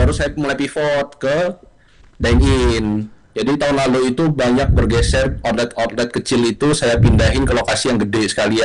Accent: Medan, North Sumatra, Indonesia; born there; moved away as an adult; now in Yogyakarta, Indonesia; saya aslinya dari Medan ya.

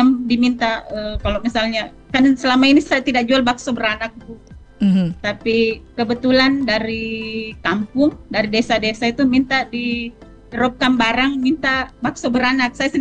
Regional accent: Sinjai, South Sulawesi, Indonesia; now in Kendari, Indonesia; Saya asli Sinjai.

